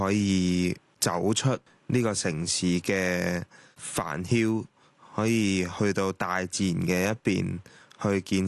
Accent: Hong Kong; 我哋香港人

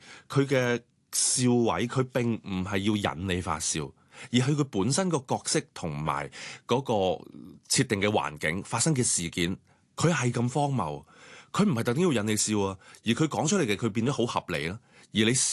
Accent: Hong Kong

